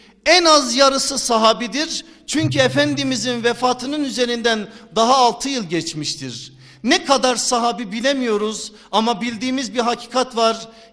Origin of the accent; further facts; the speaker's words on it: Kilis Province, Turkey